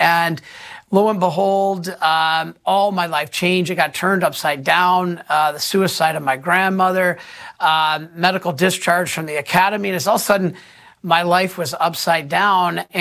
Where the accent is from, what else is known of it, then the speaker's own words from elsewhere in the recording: Detroit, Michigan, United States; moved away; back in Michigan, where I grew up in Detroit